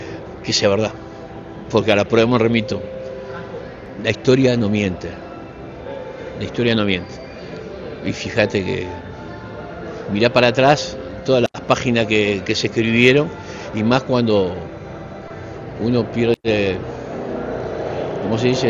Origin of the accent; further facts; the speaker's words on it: Uruguay; somos todos uruguayos